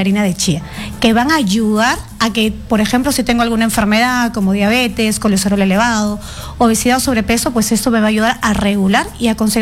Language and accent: Spanish; Peru; porque seamos sinceros, nosotros como peruanos nos encanta comer